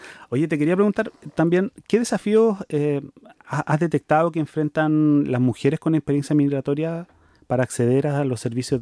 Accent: Chile; moved away; yo vengo de Chile

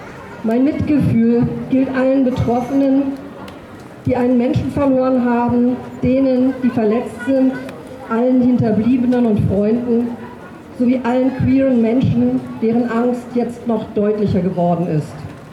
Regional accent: Berlin, Germany; born there; ich bin geboren in Berlin.

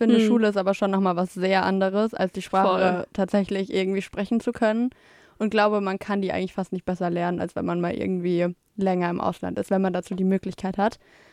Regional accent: Hesse, Germany; Ich komme nicht aus Tübingen. Ich komme aus der Nähe von Darmstadt ursprünglich.

